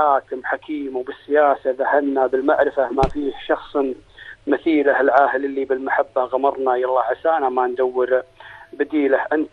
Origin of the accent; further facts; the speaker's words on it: Kuwait; وأنا كويتي وافتخر